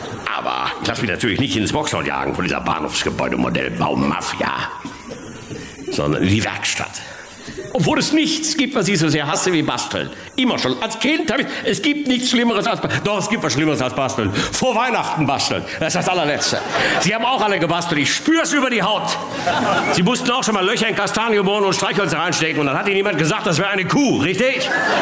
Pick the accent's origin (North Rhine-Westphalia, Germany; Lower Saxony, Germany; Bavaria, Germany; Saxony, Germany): North Rhine-Westphalia, Germany; Bochum